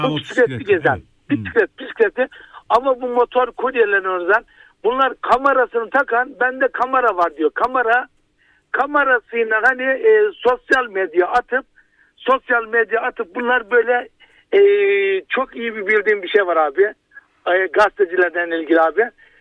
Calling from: Karabük, Turkey; Karabük'ten arıyorum ben şu anda.

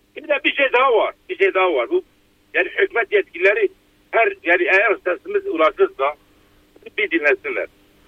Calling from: Diyarbakır, Diyarbakır Province, Turkey; Ben Diyarbakır'dan arıyorum.

